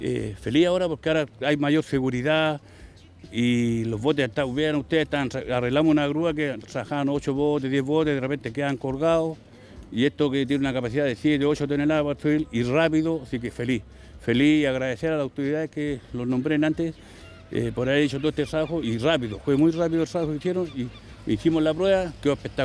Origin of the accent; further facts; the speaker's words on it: Chile; somos pescadores artesanales, somos chilenos.